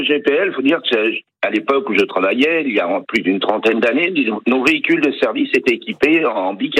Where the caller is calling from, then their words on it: Brittany, France; Là, j'habite à Saint-Gilda.